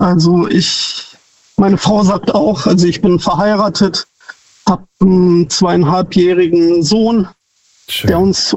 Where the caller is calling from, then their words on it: Neuffen, Baden-Württemberg, Germany; ich komme aus Neuffen. Ich weiß nicht, ob das dir was sagt.